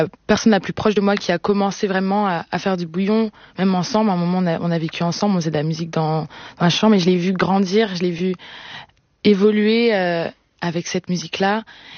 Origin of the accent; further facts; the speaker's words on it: Guadeloupe, France; musique qui a accompagné mes fêtes quand j'allais aux Antilles, en Guadeloupe notamment, parce que je suis guadeloupéenne.